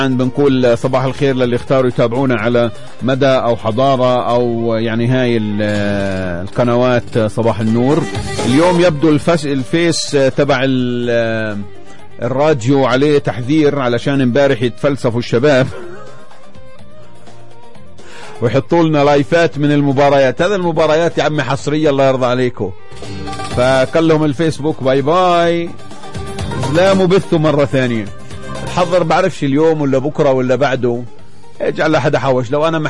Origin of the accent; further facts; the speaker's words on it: Palestine; فلسطيني وافتخر.